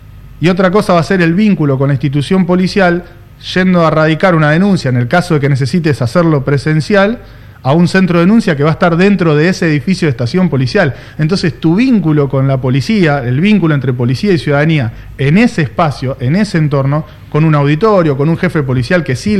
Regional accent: Rosario, Santa Fe, Argentina; nuestra calidad de vida como rosarinos

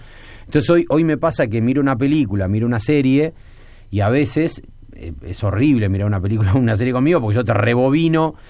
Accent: Rosario, Santa Fe, Argentina; yo soy de Newell, soy rosarino de Newell.

